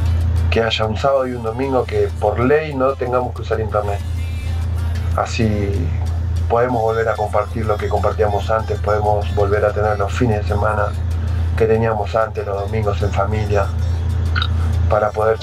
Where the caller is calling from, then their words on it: Moreno, Buenos Aires Province, Argentina; de Moreno